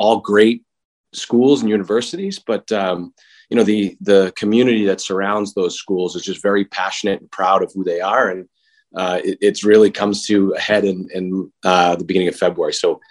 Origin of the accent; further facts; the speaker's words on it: Boston, Massachusetts, United States; For me, just like every other kid growing up in Boston, started Milton Youth Hockey House League.